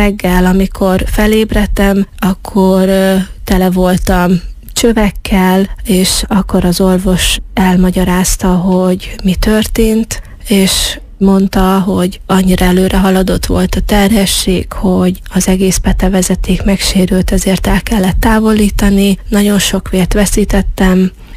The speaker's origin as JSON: {"language": "Hungarian", "region": "Zakarpattia Oblast", "country": "Ukraine", "tie": "born or raised there", "first_language": "Hungarian", "moved": "yes"}